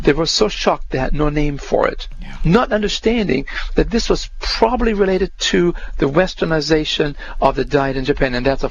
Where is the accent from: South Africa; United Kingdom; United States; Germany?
Germany; born or raised there; moved away